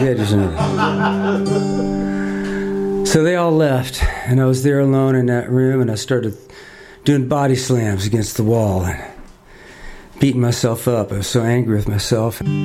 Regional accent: Kansas City, Missouri, United States; Well, no, I grew up in Kansas City. I've never seen a lobster, but I've seen them in movies.

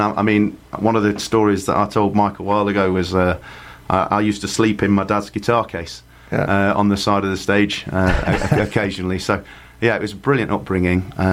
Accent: England, United Kingdom; moved away; I'm English

